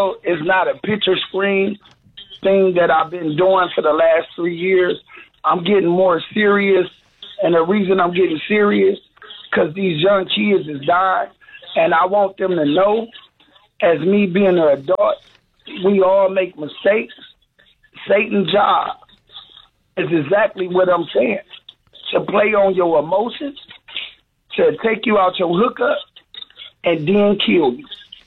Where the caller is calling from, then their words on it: Cleveland, Ohio, United States; I'm from the Cleveland area. I'm in the backwoods.